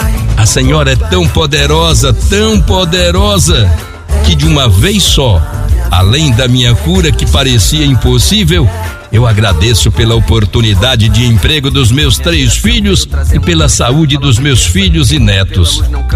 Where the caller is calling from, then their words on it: Patos, Paraíba, Brazil; de Patos, na Paraíba.